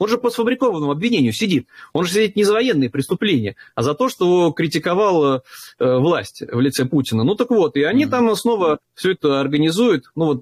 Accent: Moscow, Russia; будем решать мы в Москве, мы москвичи, там у многих неизлечим менталитет.

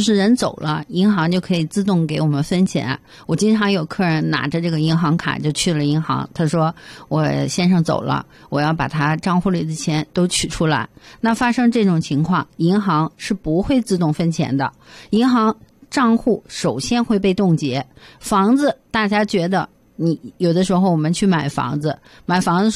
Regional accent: China; now in Canada; 咱中国人

